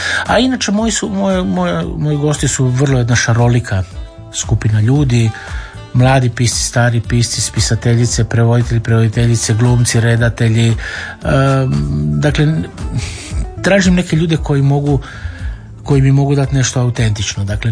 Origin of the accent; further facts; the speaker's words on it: Rijeka, Primorje-Gorski Kotar County, Croatia; born there; rođen sam u Rijeci 1960.